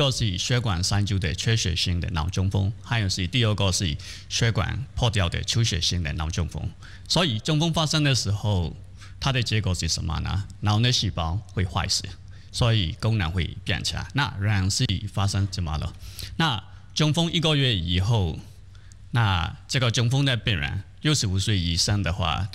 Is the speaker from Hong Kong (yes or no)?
no; Myanmar; now in Hualien, Taiwan; 那我是从缅甸来的